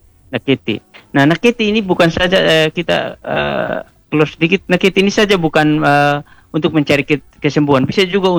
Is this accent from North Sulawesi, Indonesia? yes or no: no; East Nusa Tenggara, Indonesia; ritualnya dalam kalangan kami orang Atoni itu adalah naketi.